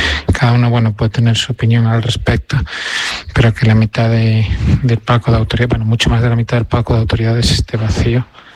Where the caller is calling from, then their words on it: Grandal, Galicia, Spain; Mi porra para hoy … de Grandal.